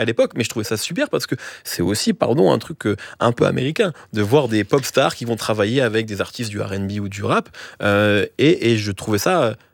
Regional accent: France; Chez nous, en France

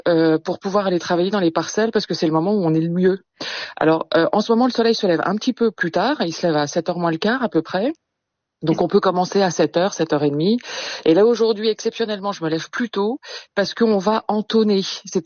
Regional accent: Le Creusot, Bourgogne-Franche-Comté, France; Voilà, j'ai retrouvé ma Bourgogne natale. Moi, j'étais du Creusot, donc ça c'est la Bourgogne industrielle, et je suis allée dans la Bourgogne viticole.

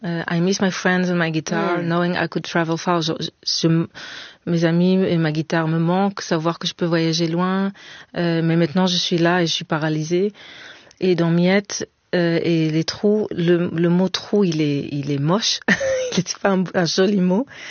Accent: Israel; Je sais pas si c'est lié à ma culture, donc du fait que j'ai été élevée en Israël et qu'il y a quelque chose de très direct dans cette langue-là aussi.

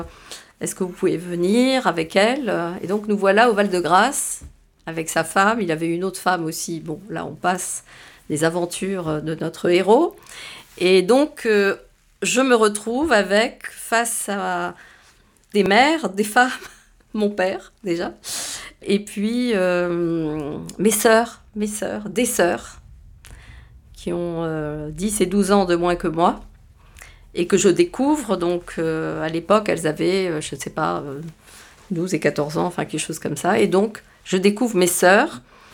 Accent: Morocco; born there; Ben, je lui dis, ben, parce que je suis née au Maroc.

